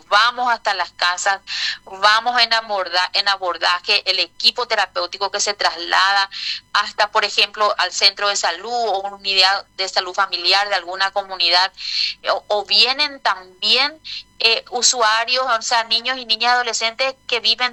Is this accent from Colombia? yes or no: no; Paraguay; Realmente todos somos paraguayos